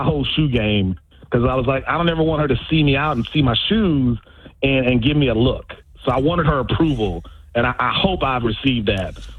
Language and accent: English; Milwaukee, Wisconsin, United States; I'm from Milwaukee